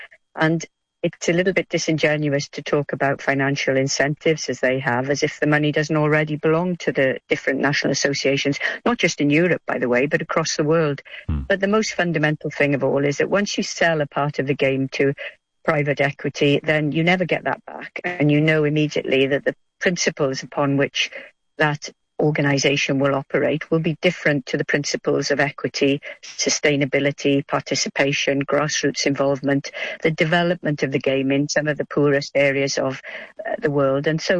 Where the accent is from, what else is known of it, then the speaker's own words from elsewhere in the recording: Wales, United Kingdom; I mean, I'm Welsh and my national women's team will be playing off in the playoff matches this autumn